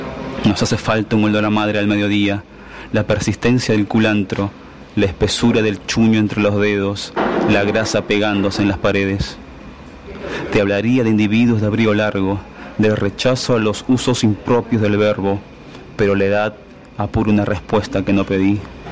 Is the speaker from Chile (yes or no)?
no; Peru; moved away as an adult; now in Alto Valle, Argentina; soy peruano, vivo en la Argentina desde el 2006 y aquí en el Valle desde el 2011.